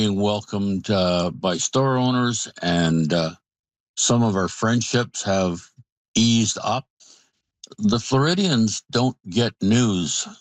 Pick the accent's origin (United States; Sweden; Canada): Canada; Just small insults. They just don't really want us there.